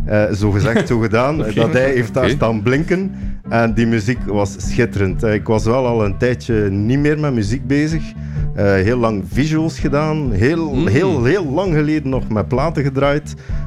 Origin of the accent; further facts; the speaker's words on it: Flanders, Belgium; Sorry, ik ben zelf ook een West-Vlaming.